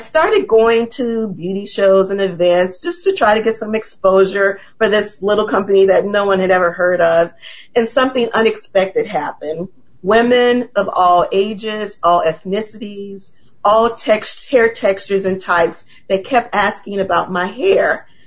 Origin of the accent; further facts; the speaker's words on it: New Orleans, Louisiana, United States; I was raised in New Orleans.